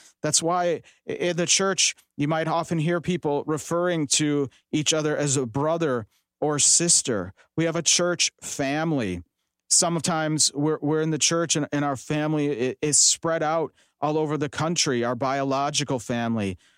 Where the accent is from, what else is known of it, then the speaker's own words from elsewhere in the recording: West Allis, Wisconsin, United States; I grew up in West Allis. I went to West Allis Central High School.